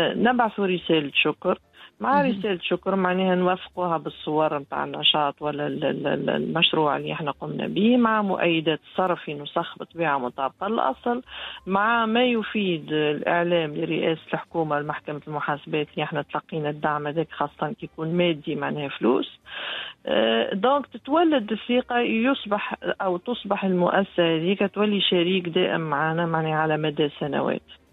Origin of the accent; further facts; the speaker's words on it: Tunisia; شوف تونس نقول لهم أنا راهو تونسي حنين وكريم